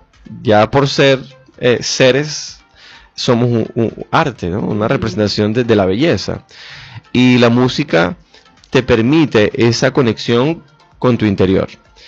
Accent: Venezuela; esos elementos son los que nos definen como venezolanos

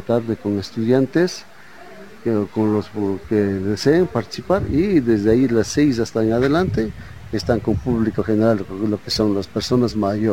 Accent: Ecuador; first language Quichua; Spanish is a second language; los mismos padres han influenciado a hablar en español y a no hablar en quichua, como es nuestro idioma natal, que es quichua.

